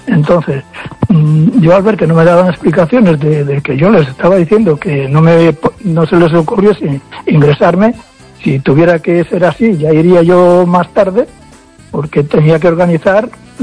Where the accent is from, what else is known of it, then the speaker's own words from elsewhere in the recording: Fisterra, Galicia, Spain; estoy viviendo de alquiler a 50 kilómetros de mi pueblo. Yo soy de Fisterra